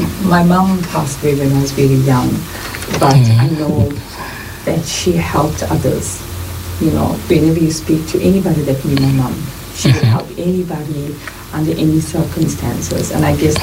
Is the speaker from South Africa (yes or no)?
yes; Durban, KwaZulu-Natal, South Africa; So I grew up in Durban, South Africa, during the apartheid era.